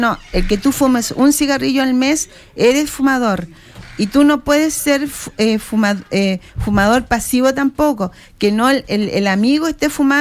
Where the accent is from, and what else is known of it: Chile